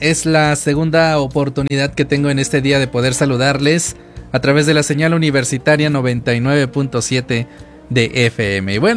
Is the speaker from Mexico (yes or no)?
yes; Mexico; los mexicanos siempre nos caracterizamos por ello